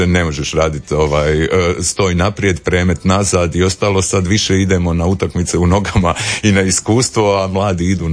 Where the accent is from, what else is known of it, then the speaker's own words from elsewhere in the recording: Croatia; Ja sam jedini iz Hrvatske